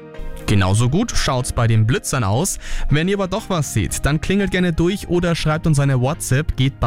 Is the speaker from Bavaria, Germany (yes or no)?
yes; Bavaria, Germany; accent: Bavarian; ein Wort aus unserem wunderschönen Dialekt